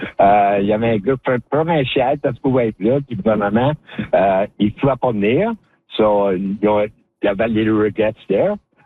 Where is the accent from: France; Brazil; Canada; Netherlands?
Canada; Ontario